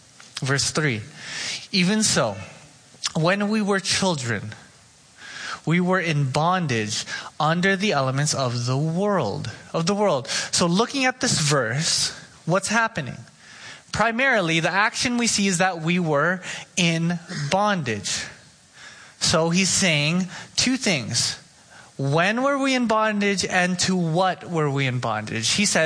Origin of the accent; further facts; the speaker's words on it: Oxnard, California, United States; I know. I grew up in Oxnard. I drove a Toyota Matrix and gas was too expensive.